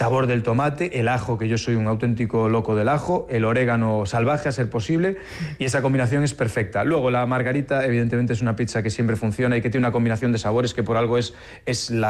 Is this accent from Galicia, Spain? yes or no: yes; Galicia, Spain; accent: Galician; yo evidentemente ya no me puedo esconder con mi acento, de dónde vengo, de dónde soy, y tenía que haber esa parte gallega